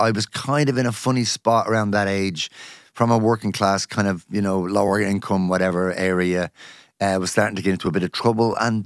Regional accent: Ireland; I think of myself as an Irish person, an Irish musician.

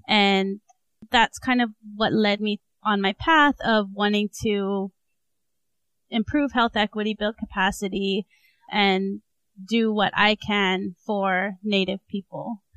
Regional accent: Hawaii, United States; Yeah, well, I grew up in Hawaii. And I'm an enrolled member of the Gila River Indian community. So my family is actually from Arizona

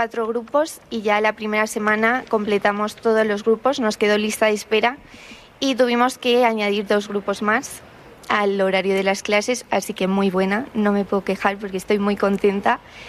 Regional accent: Fabero, Castile and León, Spain; also born or lived in A Coruña / Madrid; yo soy de Fabero, he estudiado fuera, he estado en Coruña, he estado en Madrid, pero nada puedes encontrar fuera que no esté en el pueblo.

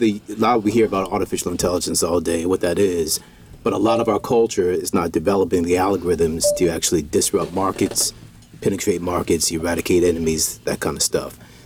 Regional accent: Baltimore, Maryland, United States; So born and raised in Baltimore City, East Side and West Side, went to Oberlin College

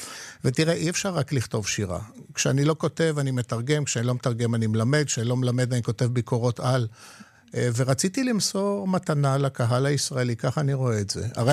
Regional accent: Tel Aviv, Tel Aviv District, Israel; תראה, גדלתי ברמת אביב, וברמת אביב היה אפשר להסתדר עם פולנית ועם יידיש. פולנית הייתה השפה הראשונה שבה נתקלתי.

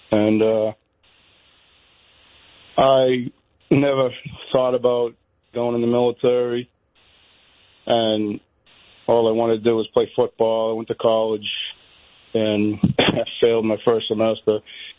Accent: Chelmsford, Massachusetts, United States; now in Yorktown, United States; I mean, I'm from Mass, north of Boston, from Chelmsford.

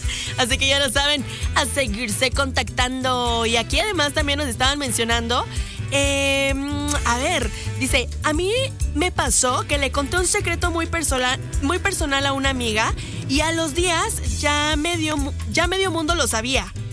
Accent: Mexico; Entonces, y mira, siendo mexicano, la verdad es que todavía más.

